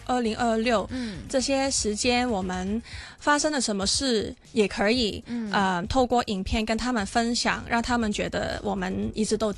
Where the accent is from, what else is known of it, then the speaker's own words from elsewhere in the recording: Hong Kong; 可是我们也是香港人，我们也是香港球迷，